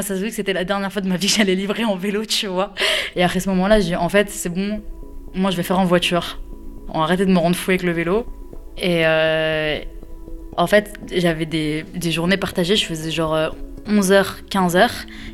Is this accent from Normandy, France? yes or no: no; Metz, Grand Est, France; born or raised there; now in Créteil, France